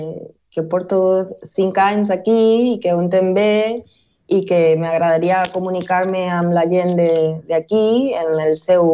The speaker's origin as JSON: {"language": "Catalan", "town": "Murcia", "region": "Region of Murcia", "country": "Spain", "second_language": "Catalan", "moved": "as an adult", "lives_now": "Barcelona, Spain", "said": "jo sóc de Múrcia i me dedicava a la dansa, era ballarina i bueno, i fa anys, bueno, la dansa, vaig arribar a Barcelona per la dansa."}